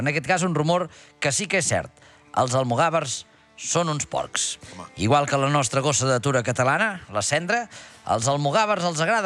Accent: Catalonia, Spain; jo sóc català, també.

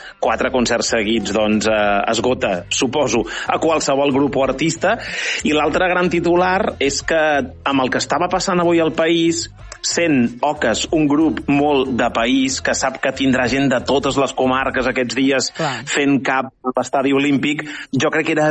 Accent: Catalonia, Spain; Sóc a casa, recordant com sensacions de confinament, perquè, de fet, com tu bé saps, sóc del Vallès Bo, és a dir, del Vallès Oriental

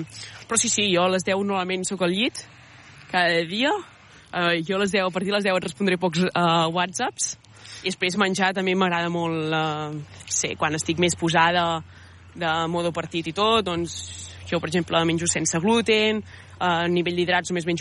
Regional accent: Catalonia, Spain; moved away as an adult; now in England; sóc catalana

